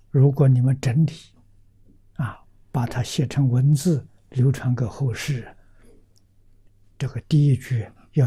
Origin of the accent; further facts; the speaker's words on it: China; 我们中国人